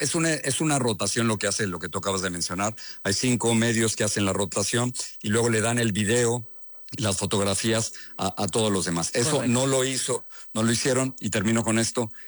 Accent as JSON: {"language": "Spanish", "country": "Mexico", "moved": "yes", "lives_now": "United States", "said": "yo que me fui de México cuando no había democracia y decía que había censura, ahora estoy en el 2026 hablando de censura aquí en los Estados Unidos."}